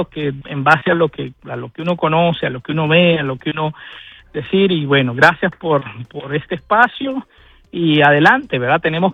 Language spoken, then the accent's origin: Spanish; Honduras; Yo como hondureño